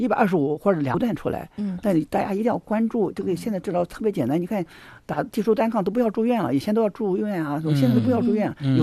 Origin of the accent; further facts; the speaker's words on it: China; 我们中国人特别明显